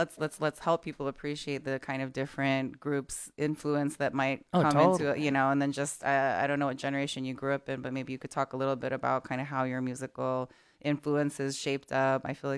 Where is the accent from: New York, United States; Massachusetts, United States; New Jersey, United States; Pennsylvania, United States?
New York, United States; Jackson Heights; But I grew up in Jackson Heights.